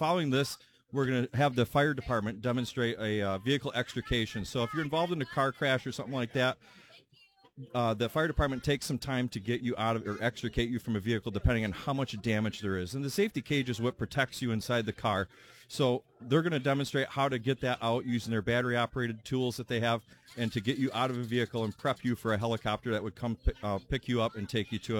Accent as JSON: {"language": "English", "town": "LaSalle", "region": "Illinois", "country": "United States", "tie": "born or raised there", "said": "growing up in LaSalle."}